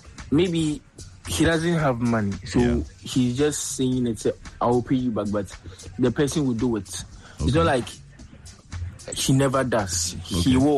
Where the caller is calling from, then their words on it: Accra, Greater Accra, Ghana; I'm speaking from Accra.